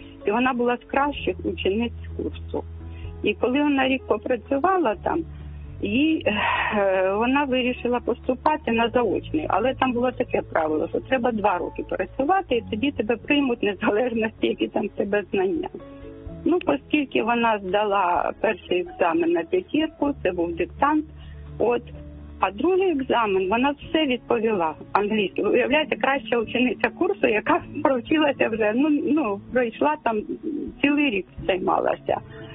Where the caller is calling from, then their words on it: Kyiv, Ukraine; я з Києва дзвоню.